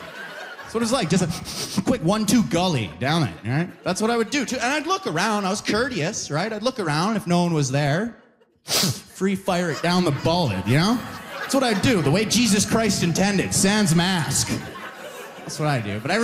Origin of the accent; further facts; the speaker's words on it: Alberta, Canada; now in Ontario, Canada; I lost 3 friends just because I'm from Alberta.